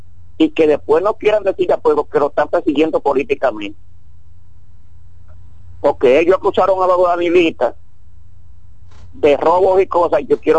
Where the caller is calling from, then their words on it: Sabana Grande de Boyá, Monte Plata, Dominican Republic; Monteplata no, yo vivo en Sabana Grande de Boyá.